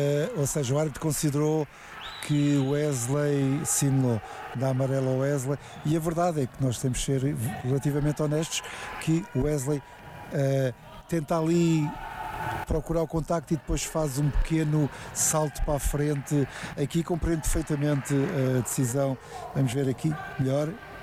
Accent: Portugal; para nós somos portugueses, como é lógico

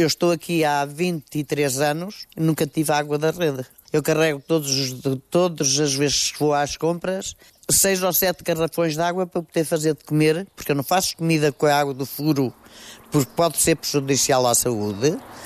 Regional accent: Portugal; Considero que realmente nós somos portugueses como os outros são, e pagamos os nossos impostos e temos os mesmos direitos.

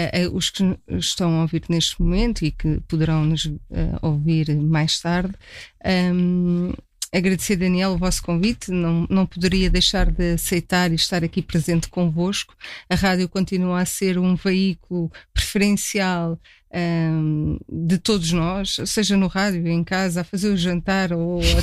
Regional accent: Queluz, Lisbon, Portugal; O gosto pela terra, pela minha terra, onde nasci e vivi toda a vida

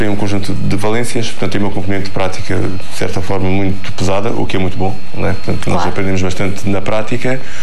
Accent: Alentejo, Portugal; tenho 49 anos feitos agora, recentemente, venho da Costa Alentejana.

